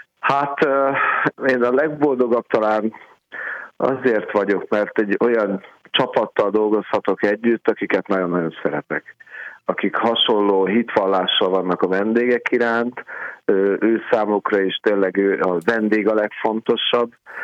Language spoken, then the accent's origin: Hungarian; Budapest, Hungary; a Murizsmond körtér mellett nőttem fel, és ott a Gellért szállodában nagyon sok izgalmas autót láttam